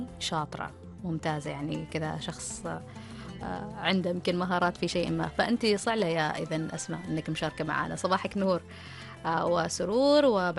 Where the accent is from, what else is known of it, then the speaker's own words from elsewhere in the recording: Oman; accent: Omani; فلهجتنا العمانية كثير فيها يعني من اللغة العربية